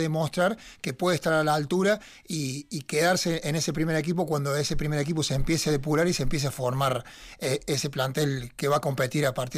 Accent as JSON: {"language": "Spanish", "country": "Argentina", "said": "soy argentino y la verdad que se sufrió mucho, mucha tensión."}